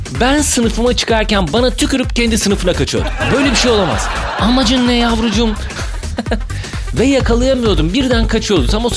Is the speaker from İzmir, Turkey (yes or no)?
yes; İzmir, Turkey; born there